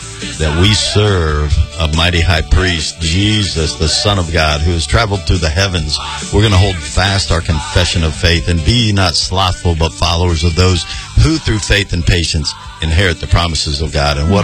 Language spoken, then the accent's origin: English; Miami, Florida, United States; now in Aiken, United States; I'm from Miami, Florida, and I'm living in Aiken, South Carolina